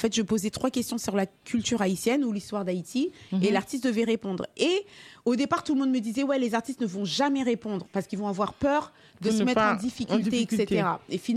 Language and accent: French; France; Parce que sachant qu'en plus, on vient de France, il fallait aller là-bas